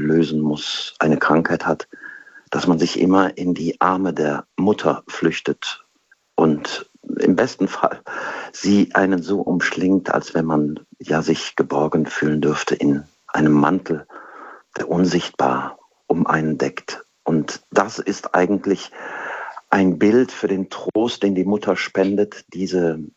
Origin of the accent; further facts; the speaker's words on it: Kevelaer, North Rhine-Westphalia, Germany; schon gesagt, in Kevela. Und eigentlich hat mich das in meiner Jugend ein bisschen genervt, weil ich bin an der Hauptstraße groß geworden.